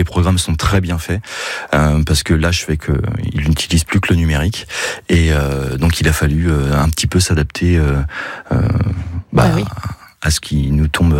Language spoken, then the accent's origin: French; Brittany, France; now in Normandy, France; Et moi, je suis breton à l'origine.